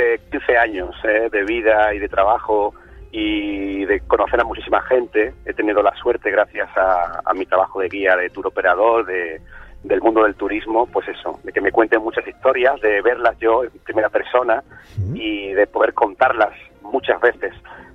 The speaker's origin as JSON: {"language": "Spanish", "town": "Seville", "region": "Andalusia", "country": "Spain", "tie": "born or raised there", "said": "del barrio de Triana, que, sí, es mi barrio, donde yo nací y me crié."}